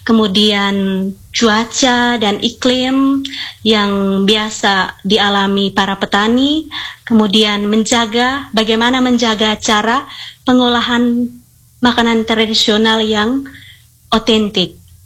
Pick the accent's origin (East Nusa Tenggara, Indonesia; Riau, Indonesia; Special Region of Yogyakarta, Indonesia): East Nusa Tenggara, Indonesia; Flores